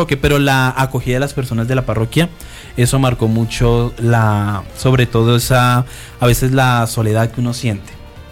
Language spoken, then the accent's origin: Spanish; Colombia; moved away; nosotros, por ejemplo, cuando venimos de Colombia